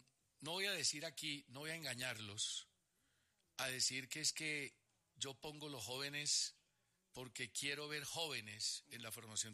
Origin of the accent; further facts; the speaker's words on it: Colombia; De que somos colombianos.